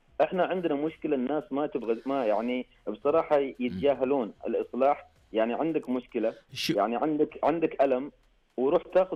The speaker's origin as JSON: {"language": "Arabic", "country": "Saudi Arabia", "said": "انا كسعودي"}